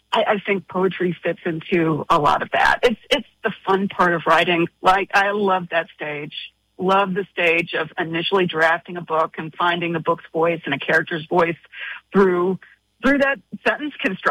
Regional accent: Kentucky, United States; moved away as an adult; now in Queens, New York, United States; I wrote Returns and Exchanges out of intense homesickness for Kentucky and for Lexington in particular. Lexington was my first big city.

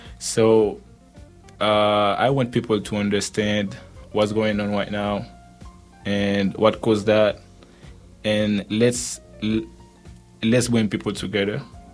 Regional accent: Haiti; I'm from Haiti

